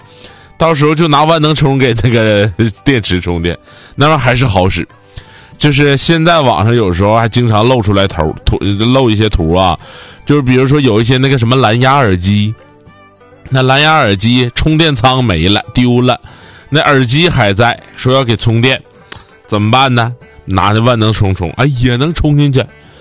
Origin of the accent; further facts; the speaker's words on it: Northeast China, China; accent: Northeastern Mandarin; 我们东北话